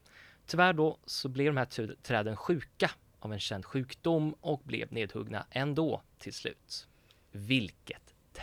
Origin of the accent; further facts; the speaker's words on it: Västerås, Västmanland County, Sweden; Och det grundades då i min hemstad Västerås.